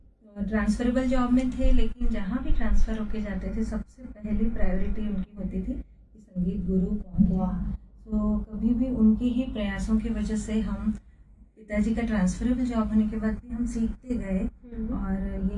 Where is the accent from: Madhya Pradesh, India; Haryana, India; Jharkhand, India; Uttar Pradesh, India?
Madhya Pradesh, India; Khandwa; मेरी भूमि खंडवा है, जहाँ के … हैं, जगत विख्यात जिनका नाम है। तो मुझे अच्छा लगता है कि मैं ऐसी नगरी से हूँ जहाँ से इतने बड़े बड़े आर्टिस्ट निकले हैं।